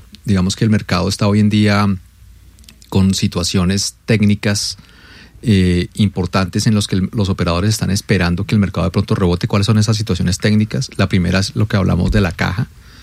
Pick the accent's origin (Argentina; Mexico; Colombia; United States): Colombia; nosotros deberíamos como colombianos